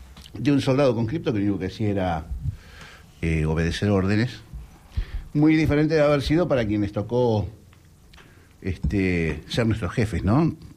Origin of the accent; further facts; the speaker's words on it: Mar del Plata, Buenos Aires Province, Argentina; born there; Pues yo nací en Mar del Plata. Me crié acá, pero nací en Mar del Plata.